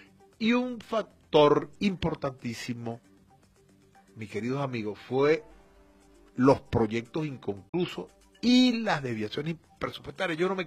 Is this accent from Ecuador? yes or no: no; Guayana, Venezuela; Yo que me crié en Guayana, yo puedo hablar con conocimiento de causa.